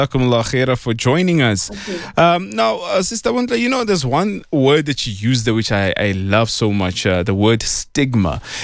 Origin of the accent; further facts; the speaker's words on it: Atteridgeville, Gauteng, South Africa; And now we are moving all the way to my hometown, Atteridgeville, Pelly.